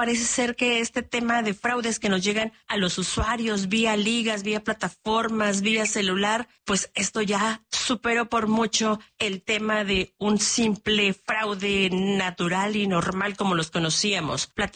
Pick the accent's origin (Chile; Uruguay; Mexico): Mexico; Y también como mexicanos podemos y tenemos la obligación de blindar nuestras finanzas.